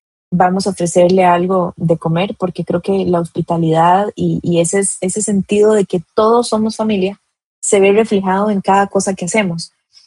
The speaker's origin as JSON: {"language": "Spanish", "country": "Costa Rica", "said": "aquí donde yo vivo, en mi pueblo, hay muchísimos atractivos turísticos relacionados con cataratas."}